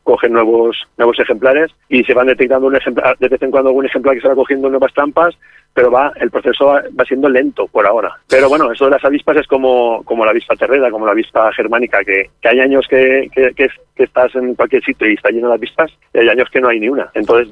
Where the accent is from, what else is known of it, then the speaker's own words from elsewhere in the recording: Salquerías del Niño Perdido, Valencian Community, Spain; Sí, yo soy del pueblo de Salquerías, Salquerías del Niño Perdido.